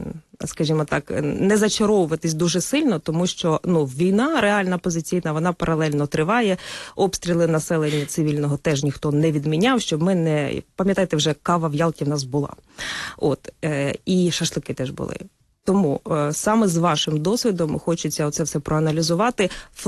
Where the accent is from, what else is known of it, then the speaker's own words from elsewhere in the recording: Sumy Oblast, Ukraine; Дякую вам за роботу і за все, що ви робили, і, зокрема, на моїй рідній Сумщині, це і бої за Конотоп, Глухів і Суми.